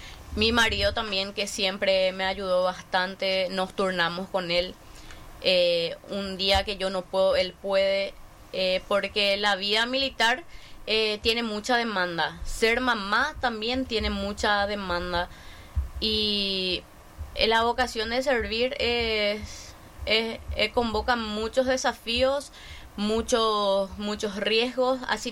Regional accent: Curuguaty, Canindeyú, Paraguay; Yo me fui trasladada a Curuguaty justamente porque soy de Curuguaty

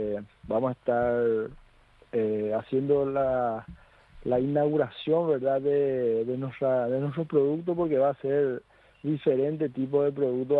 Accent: Paraguay; yo diría también a todo lo que son nuestra cultura, tradiciones como paraguayo

